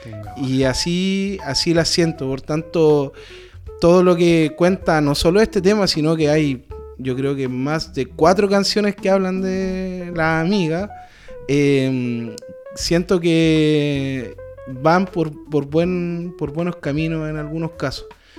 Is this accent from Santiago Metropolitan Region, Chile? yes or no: yes; San Bernardo, Santiago Metropolitan Region, Chile; born there